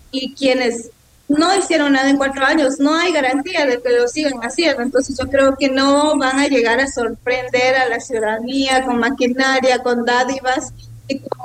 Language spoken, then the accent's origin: Spanish; Espíndola, Loja, Ecuador; yo soy de Espíndola.